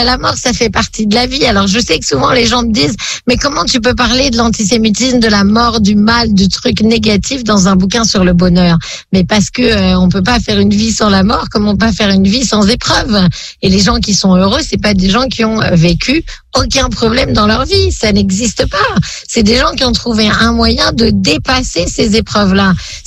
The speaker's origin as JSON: {"language": "French", "country": "France", "lives_now": "Israel", "said": "quand on est en Israël et qu'on vient de France, on reste français. Quand on est français ici, on est juif, donc on a finalement toujours une double identité"}